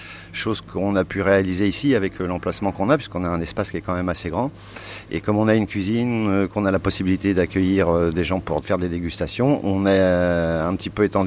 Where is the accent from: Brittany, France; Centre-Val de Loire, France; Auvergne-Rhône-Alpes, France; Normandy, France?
Normandy, France; Rouen; born or raised there